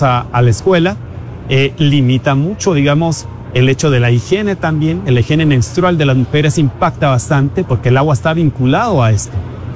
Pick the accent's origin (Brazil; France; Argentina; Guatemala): Guatemala; San Agustín Acasaguastlán, El Progreso; Personalmente soy de San Agustín a Casahuastlán